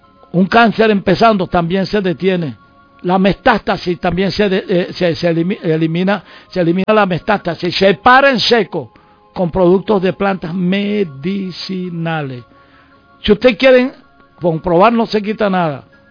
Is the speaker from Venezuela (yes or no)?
yes; Venezuela; born there; moved away; allá en mi pueblo